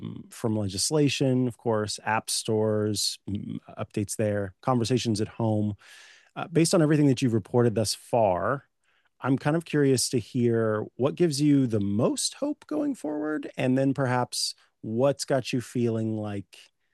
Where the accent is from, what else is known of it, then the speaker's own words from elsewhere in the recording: Missouri, United States; I'm from Missouri